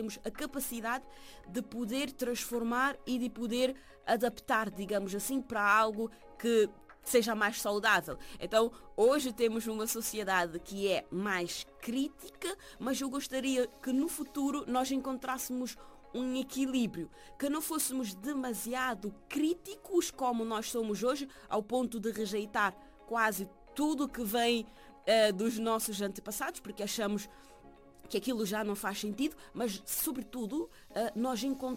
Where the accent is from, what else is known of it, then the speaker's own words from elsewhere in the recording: Cape Verde; nós somos híbridos em Cabo Verde